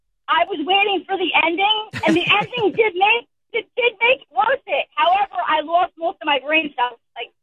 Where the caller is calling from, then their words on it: New Jersey, United States; I'm from South Jersey, so, okay. You know, like, by Atlantic City